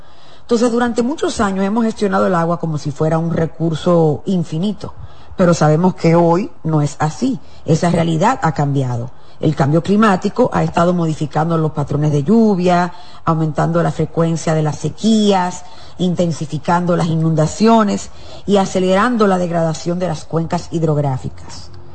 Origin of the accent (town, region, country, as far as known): Dominican Republic